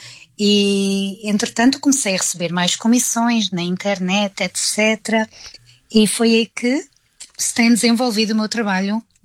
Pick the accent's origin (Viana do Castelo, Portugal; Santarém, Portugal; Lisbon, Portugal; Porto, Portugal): Lisbon, Portugal; Loures; now in England, United Kingdom; Eu fui criada em Loures, no distrito de Lisboa, e ainda tenho lá familiares